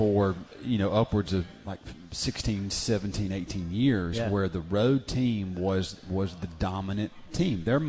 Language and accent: English; Georgia, United States; You know, obviously growing up basically in the shadows of the Arches, I was had more of an affinity to the other team.